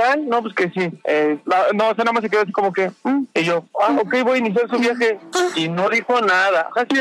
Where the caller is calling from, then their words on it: Iztapalapa, Mexico City, Mexico; Aquí andamos de Iztapalapa.